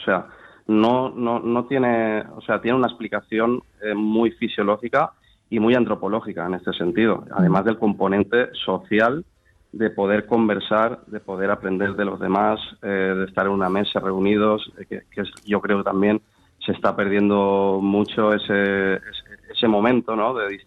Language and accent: Spanish; Valencia, Valencian Community, Spain; Yo soy mediterráneo, como todos los españoles, pero yo soy de Valencia